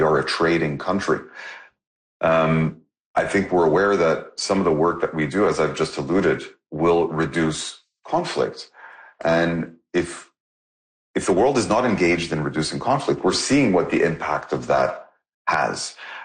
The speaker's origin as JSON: {"language": "English", "country": "Canada", "said": "I am Canadian"}